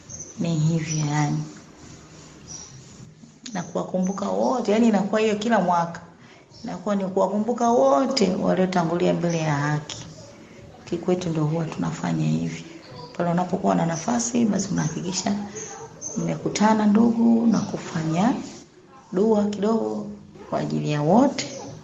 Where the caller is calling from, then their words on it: Dar es Salaam, Tanzania; Yanga Damu, natokea Dar es Salaam, Tanzania.